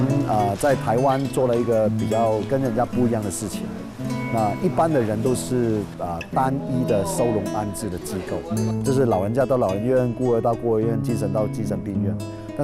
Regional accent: Hong Kong; moved away as an adult; now in Kaohsiung, Taiwan; 我来台湾已经26年，但是我也拿了身份证了，所以我是扎港的台湾人。

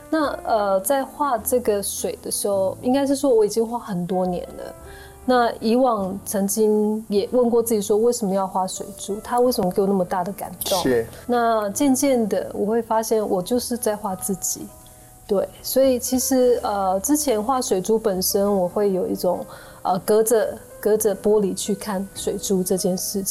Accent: Taitung, Taitung County, Taiwan; moved away as an adult; 那我从小其实不知道自己家里有原住民的血统。那我们在市区长大，父母亲就说：“哦，我们就是搬来台东的汉人这样子。”

